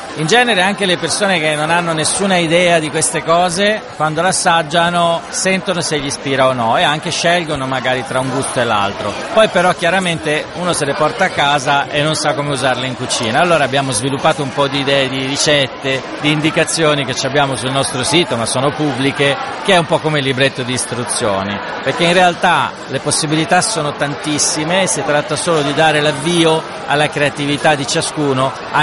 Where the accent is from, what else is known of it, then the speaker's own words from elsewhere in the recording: Trentino-Alto Adige, Italy; moved away as an adult; also born or lived in Rome; now in Tuscia, Lazio, Italy; sono nato in Alto Adige e ci ho vissuto fino ai 18-19 anni e poi sono andato a studiare fuori e quasi non sono più tornato. Ho fatto ancora un piccolo periodo lì, ma sono ormai più di 25 anni che sono nel Lazio